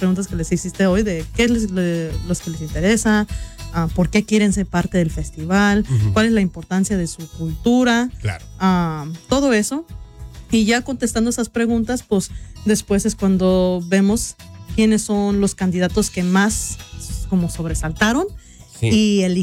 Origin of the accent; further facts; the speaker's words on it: Fremont, Nebraska, United States; Yo soy de Fremont, Nebraska. Ahí nací, ahí estoy